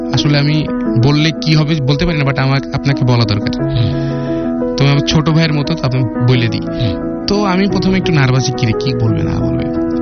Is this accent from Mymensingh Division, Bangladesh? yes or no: no; Khulna, Khulna Division, Bangladesh; now in Pallabi, Mirpur, Dhaka, Bangladesh; তো আমার আসলে বেড়ে ওঠা হয়েছে খুলনাতেই, আমি হচ্ছে খুলনাতেই বড় হয়েছি